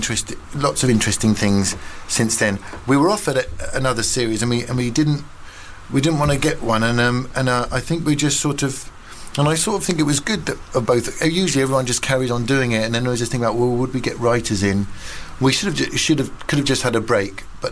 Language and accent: English; East of England, United Kingdom; moved away; also born or lived in Hampstead; growing up near Stevenage